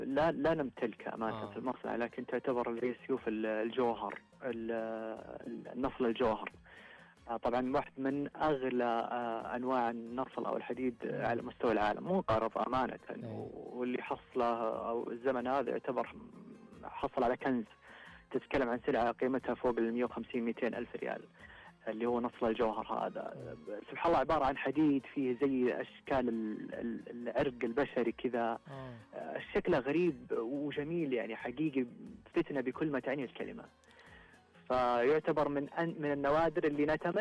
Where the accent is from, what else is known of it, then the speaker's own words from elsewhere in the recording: Saudi Arabia; بالنسبة لنا كسعوديين